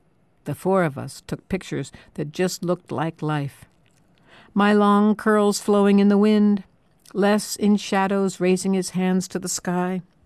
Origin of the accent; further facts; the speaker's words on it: United States; I'm an Indian, after all.